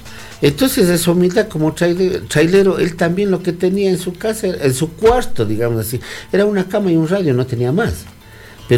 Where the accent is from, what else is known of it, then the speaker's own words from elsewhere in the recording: Ecuador; Yo soy muy ecuatoriano, sí, pero al Perú le agradezco mucho.